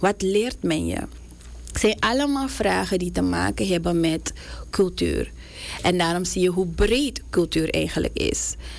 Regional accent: Suriname

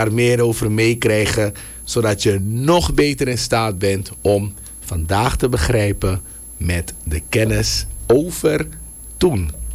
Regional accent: Suriname; We zijn allemaal Surinamers, maar we zijn een mengelmoes. En die mengelmoes vormt Suriname.

